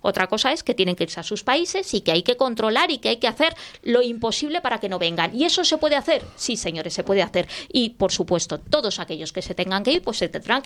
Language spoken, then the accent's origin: Spanish; Spain; Es más, es dignificar a aquellos que somos españoles y que vivimos en nuestro país